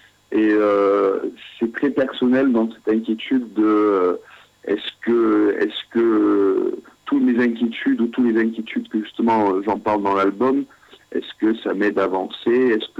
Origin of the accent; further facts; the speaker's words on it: Glasgow, Scotland, United Kingdom; on a un point commun parce que je suis de Glasgow et je suis je suis supporter de Glasgow Celtic.